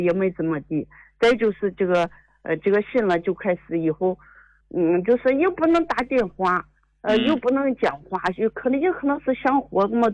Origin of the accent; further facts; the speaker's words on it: Yantai, Shandong, China; 我是烟台的。